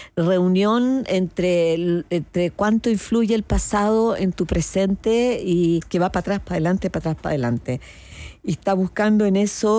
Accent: Chile; La mayoría somos chilenos.

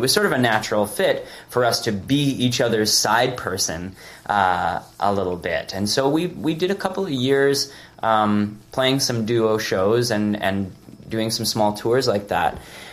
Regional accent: North Bay, Ontario, Canada; moved away; also born or lived in Toronto; North Bay, which, as I mentioned to you, is my hometown. My parents still live there.

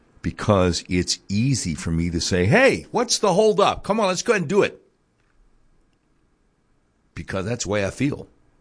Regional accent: United States; As an American

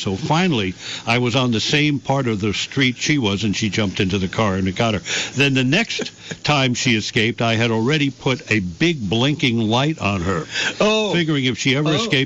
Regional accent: New York City, New York, United States; I'm from the Bronx

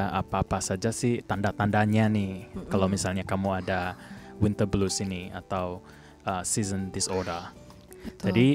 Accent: Indonesia; now in Australia; Soalnya kalau saya kan lahir besar di Indonesia

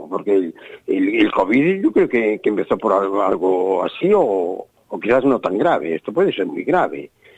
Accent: Ares, Galicia, Spain; now in Cambados, Spain; mi pueblo era muy marinero, de Ares

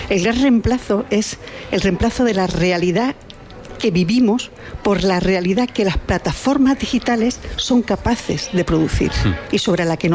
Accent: Ceuta, Spain; moved away; also born or lived in Las Palmas / Madrid / Paris; yo nací en Las Palmas, he vivido en Ceuta toda mi vida, después vine a Madrid, después fui a París

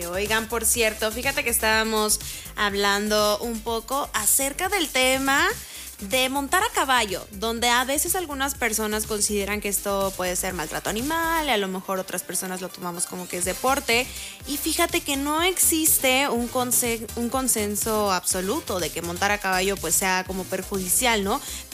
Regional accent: Mexico; qué combinaciones tan raras de verdad que nosotros tenemos como mexicanos.

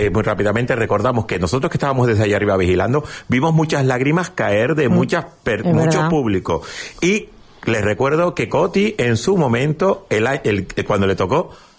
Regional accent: Canary Islands, Spain; aunque todos somos canarios y todos estamos aquí por luchar.

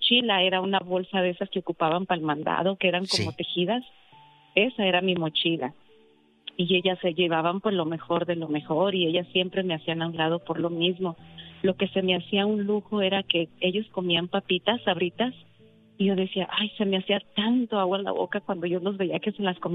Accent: Durango, Mexico; una vez yo regresé a Durango hace 10 años, fui a Durango, a mi tierra

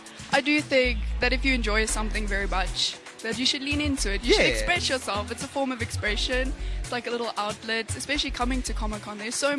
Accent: Germiston, Gauteng, South Africa; I'm from Germiston.

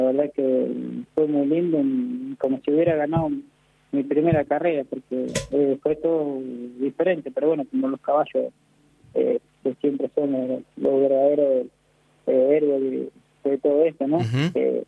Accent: Argentina; pero ¿cómo vos sos argentino? Sí, ¿y cómo hablas árabe?

